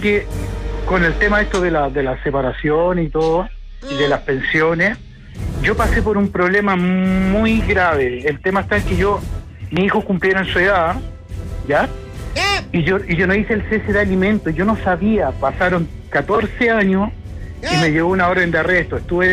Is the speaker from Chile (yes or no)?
yes; Buin, Santiago Metropolitan Region, Chile; Yo estoy llamando del sector del Cabo, pero soy nacido y criado en Buin.